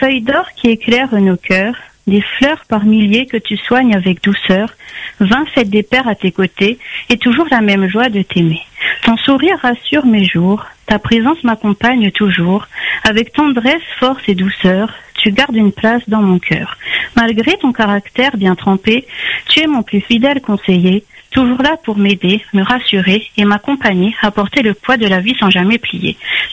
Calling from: Le Tampon, Réunion; Du Tampon.

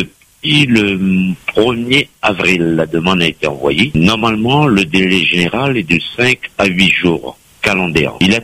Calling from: Saint-Denis, Réunion; moi je suis de Saint-Denis

